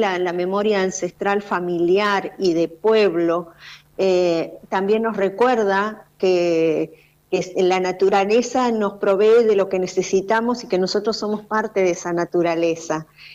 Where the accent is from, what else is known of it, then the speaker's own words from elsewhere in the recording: Argentina; somos de Carmen de Patagones y de Viedma. Es una agrupación mapuche